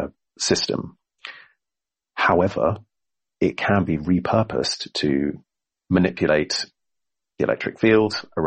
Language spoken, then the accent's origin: English; United Kingdom; I'm a British citizen.